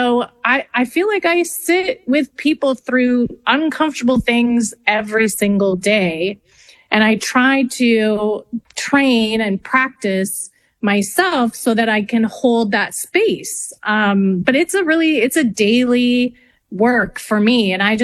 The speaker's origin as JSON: {"language": "English", "country": "Canada", "said": "And I'm French Canadian, so it's really funny actually."}